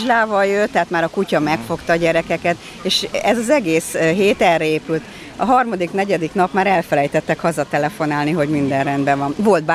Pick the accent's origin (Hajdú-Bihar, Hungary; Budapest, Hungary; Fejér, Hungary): Fejér, Hungary; Ercsi; Én úgy érzem, hogy hiába vagyunk Ercsiben, városban. Én faluban nőttem fel, Ercsi nagyközség, falu nagyközség.